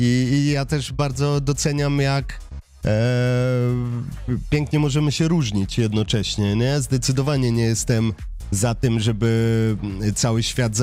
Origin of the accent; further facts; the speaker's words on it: Giżycko, Warmian-Masurian Voivodeship, Poland; Więc ja osobiście jestem z Giżycka i tą swoją mazurskość lubię podkreślać.